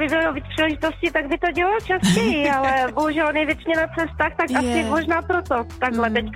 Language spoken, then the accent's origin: Czech; Havířov, Moravian-Silesian Region, Czechia; Ano, z Havířova.